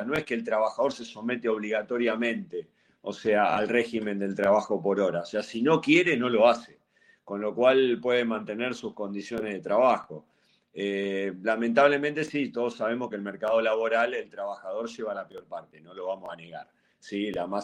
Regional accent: Argentina

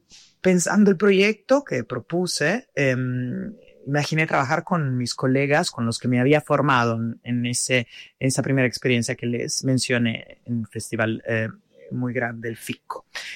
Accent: Italy; Spanish is a second language; yo también siendo europea, de origen italiana, hubiera podido tener interés en moverme bien.

